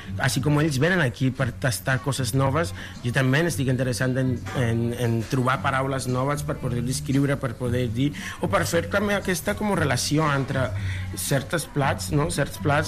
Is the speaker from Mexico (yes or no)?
yes; Mexico; Catalan is a second language; now in Spain; Per exemple, que jo soc mexicà, visc aquí fa 12 anys